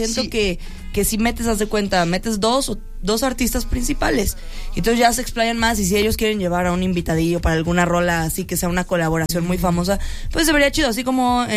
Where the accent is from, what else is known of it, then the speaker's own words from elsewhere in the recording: Mexico; nos odia como mexicanos